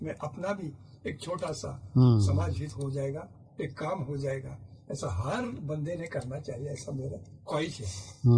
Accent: Maharashtra, India

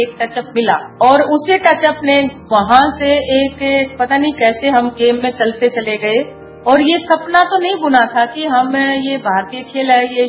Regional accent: Haryana, India; हमारे गांव में हरियाणा में फागुन का महीना आता है, देसी महीना

